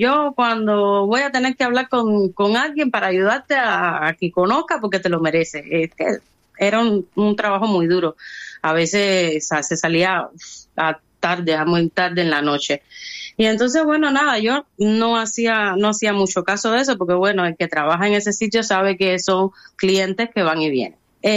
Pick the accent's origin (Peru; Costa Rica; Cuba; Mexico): Cuba; Sí, soy cubana y soy bisnieta de aquí, de un descendiente de León, de Benavides, de Órbigo, de Antoñán del Valle.